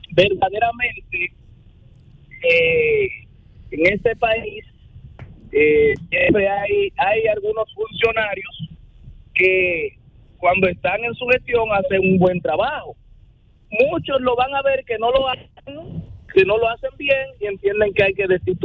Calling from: Dominican Republic

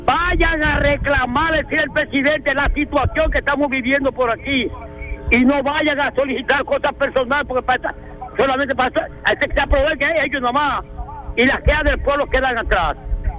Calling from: Duvergé, Independencia, Dominican Republic; Mira el problema de Duvergé, mi pueblo, Duvergé, mis amores.

